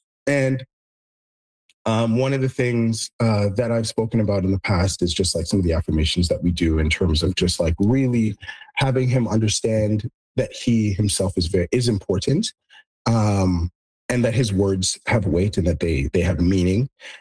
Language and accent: English; Canada; As a Canadian